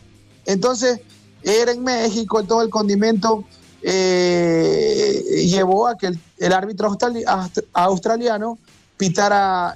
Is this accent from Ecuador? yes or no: yes; Ecuador